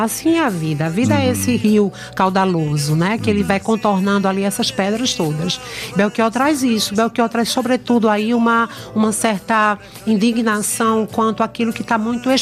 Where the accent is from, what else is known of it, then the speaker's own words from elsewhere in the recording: Pernambuco, Brazil; E só para dizer que a gente encerra justamente porque hoje, como pernambucana, eu não posso encerrar esse programa sem falar desta minha família pernambucana.